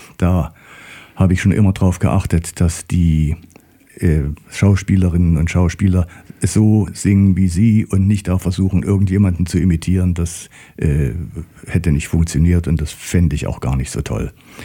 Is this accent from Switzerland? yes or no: no; Erfurt, Thuringia, Germany; Okay, also einen großen Teil meiner Kindheit und meiner Jugend habe ich in Erfurt verlebt. Mein Vater war Pfarrer an der Thomaskirche.